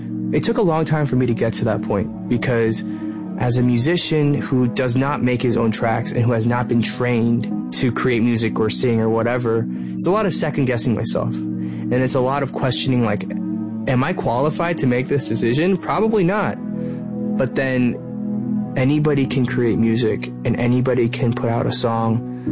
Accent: United States; This is the way that most of us have to deal with living and growing up in the States as first generation immigrant children.

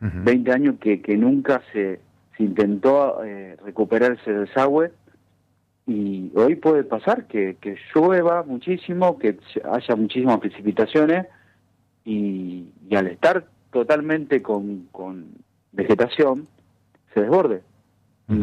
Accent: Gaboto, Santa Fe, Argentina; yo soy un presidente joven, nacido, nativo de mi pueblo

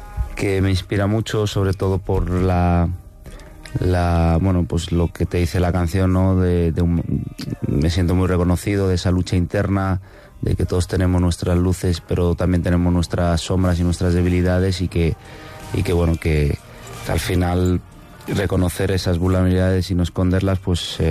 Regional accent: Granollers, Catalonia, Spain; born there; moved away as an adult; now in Madrid, Spain; yo nací en Granollers, en la provincia de Barcelona. La gente lo puede conocer un poco por el balonmano, porque tienen ahí club de balonmano y nací en el 93, soy más joven

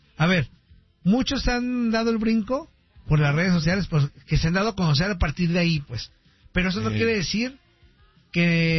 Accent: Mexico; Pues nosotros como mexicanos, claro, estamos saludando a todo el mundo.

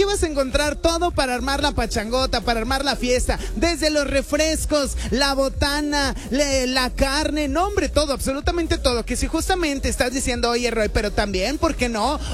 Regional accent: Monterrey, Nuevo León, Mexico; Y lo, como buen regio, nosotros preparando la fiesta, preparando el ambiente, preparando la carne asada.

